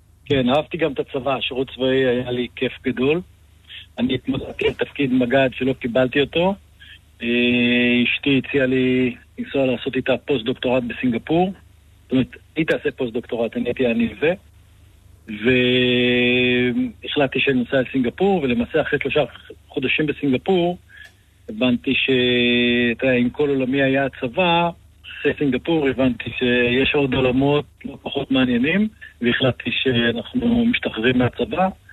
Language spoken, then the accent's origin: Hebrew; Kfar HaNagid, Central District, Israel; also born or lived in Singapore; אני גדלתי במושב כפר הנגיד, וגדלתי למשפחה של חקלאים, בעיקר מטעים, קרמים, פרדסים